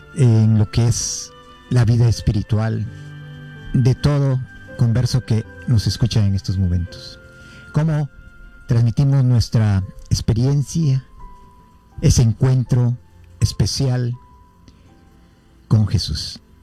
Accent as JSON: {"language": "Spanish", "town": "Guatemala City", "region": "Guatemala Department", "country": "Guatemala", "said": "como buen chapín, como dicen, ¿verdad? Somos de la ciudad de Guatemala. Allá pertenecíamos al grupo Juan Pablo II, allá en la zona 21, Bello Horizonte"}